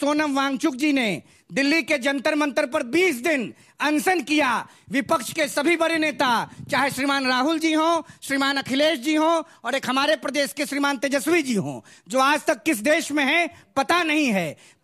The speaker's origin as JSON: {"language": "Hindi", "region": "Bihar", "country": "India", "said": "ये भोजपुरी का शब्द है, और हम लोग बहुत ज्यादा माँ बेटी की इज्जत करते हैं, बिहार के रहने वाले हैं।"}